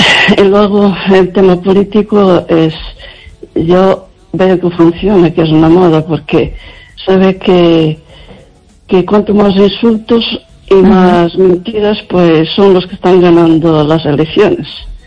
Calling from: Lugo, Galicia, Spain

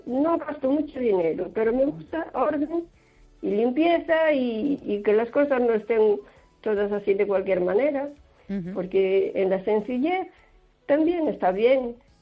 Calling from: O Carballiño, Galicia, Spain; de Carballiño.

